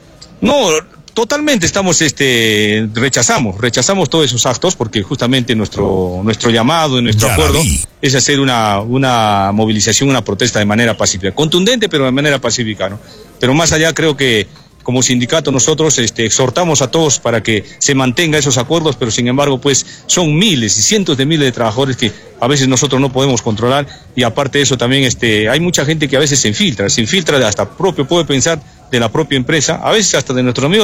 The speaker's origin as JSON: {"language": "Spanish", "region": "Arequipa", "country": "Peru", "said": "Nosotros como arequipeños estamos reclamando un derecho justo"}